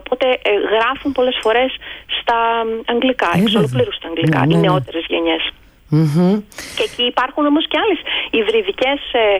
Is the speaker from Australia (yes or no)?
yes; Australia; επιλέγω να είμαι, να είμαι Έλληνας της Αυστραλίας σε κάποια πλαίσια, σε κάποιες περιστάσεις, ή επιλέγω να είμαι Αυστραλός σε κάποιες άλλες.